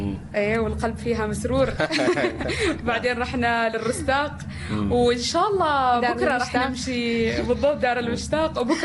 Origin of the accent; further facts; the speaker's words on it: Muttrah, Muscat Governorate, Oman; born there; مطرح يمكن لانه انا اصلا من مواليد مطرح.